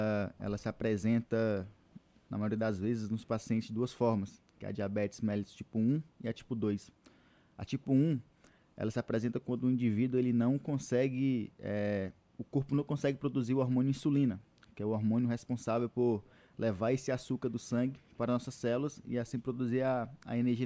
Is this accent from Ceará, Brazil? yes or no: yes; Ceará, Brazil; now in Tabatinga, Brazil; Eu que sou do Ceará, mas que me encontrei aqui em Tabatinga